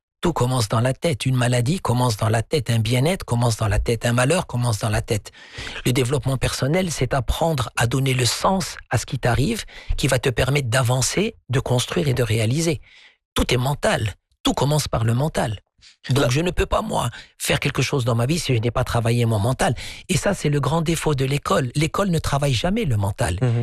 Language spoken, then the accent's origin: French; Morocco; chez nous au Maroc